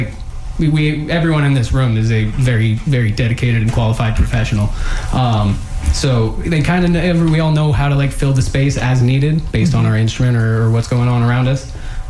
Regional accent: Maine, United States; now in Tampa, United States; It got me acclimated to the weather down here because I'm originally from Maine.

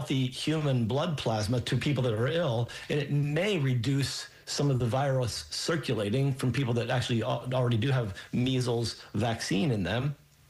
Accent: Pennsylvania, United States; Pennsylvania is having a really big struggle. My home state is suffering.

